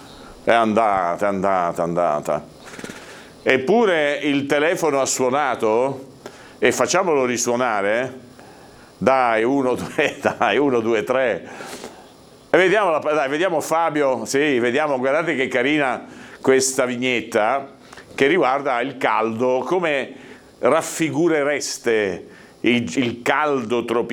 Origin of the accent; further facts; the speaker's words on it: Liguria, Italy; Ma non dico da Liguri, ma anche il milanese, non è che spreca, li butta via i pungidito, no? Siamo tutti molto attenti.